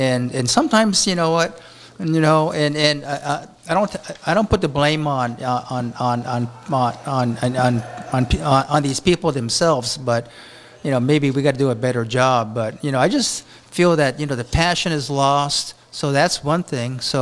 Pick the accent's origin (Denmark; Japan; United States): Japan; born or raised there